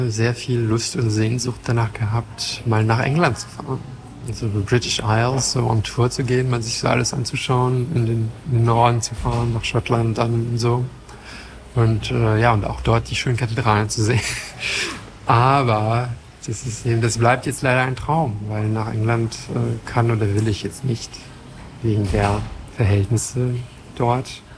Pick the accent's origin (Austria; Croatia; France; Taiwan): France; moved away; ich komme ja aus Frankreich ursprünglich.